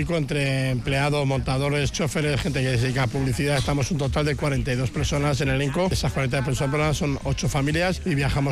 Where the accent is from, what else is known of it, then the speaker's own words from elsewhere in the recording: Bilbao, Basque Country, Spain; born there; hemos vivido 18 años en la calle San Francisco. Cuando nosotros éramos pequeños, que mi padre se retiró un poco del mundo del circo, estuvimos 18 años viviendo ahí, estudiando ahí